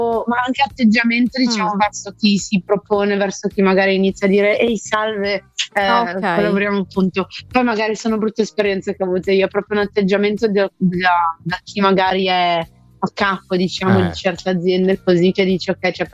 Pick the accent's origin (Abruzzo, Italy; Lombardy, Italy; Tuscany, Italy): Lombardy, Italy; Milan; moved away as an adult; now in Scotland, United Kingdom; Io sono di Milano.